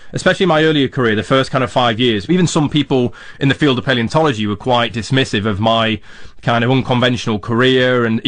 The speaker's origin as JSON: {"language": "English", "town": "Doncaster", "region": "Yorkshire and the Humber", "country": "United Kingdom", "tie": "born or raised there", "said": "As a youngster growing up in Doncaster"}